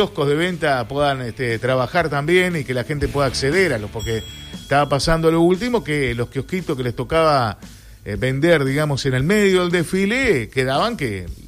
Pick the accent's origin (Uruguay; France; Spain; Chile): Uruguay; somos uruguayos